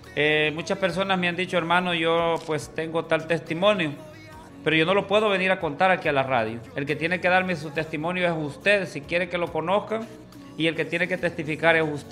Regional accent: Coatepeque, Santa Ana, El Salvador; now in near the Guatemala border, El Salvador; crecí en el Resbaladero, hermanos, pero nos encontramos ya, hermano, en lo que es las fronteras hacia Guatemala, pues por acá estamos nosotros ya ubicados.

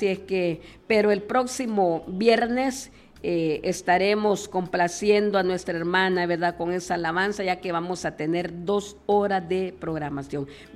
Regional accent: Santa Ana, El Salvador; Así es que para los que nos preguntan de dónde somos, somos de Santa Ana, de República de El Salvador.

